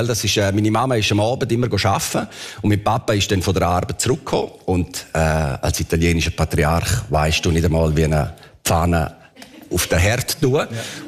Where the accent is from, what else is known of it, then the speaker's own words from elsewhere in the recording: Chur, Grisons, Switzerland; Ja, ich bin in Bodmer aufgewachsen. In so Arbeiterhäusern, ganz einfach.